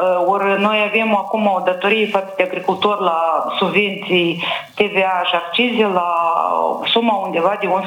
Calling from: Chișinău, Moldova; și sunt din Chișinău.

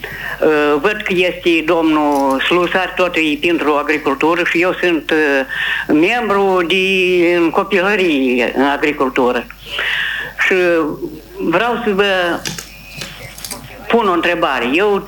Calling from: Telenești, Telenești District, Moldova; sunt din Telenești.

